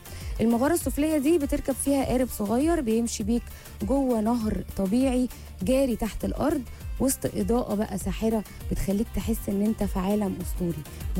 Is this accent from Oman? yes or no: no; Egypt; لينا كمصريين